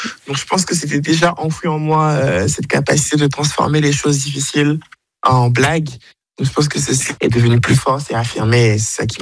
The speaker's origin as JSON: {"language": "French", "country": "Côte d’Ivoire", "tie": "born or raised there", "moved": "as an adult", "lives_now": "France", "said": "Moi, j'ai grandi en Côte d'Ivoire, là-bas, il n'y a pas la question de la race, du racisme, tout le monde était noir."}